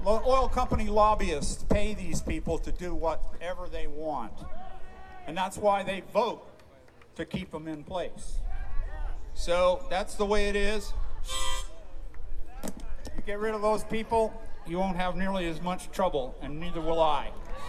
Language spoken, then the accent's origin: English; Canada; Of course, I'm a Canadian, so I don't even have a vote.